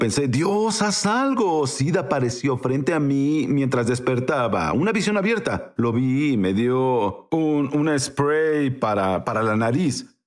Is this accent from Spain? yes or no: no; Canada; Yo soy de Canadá y es invierno.